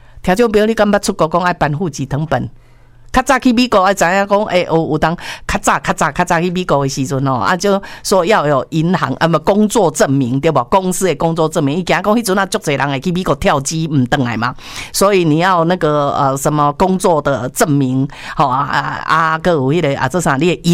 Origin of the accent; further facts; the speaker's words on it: Taiwan; 我们台湾人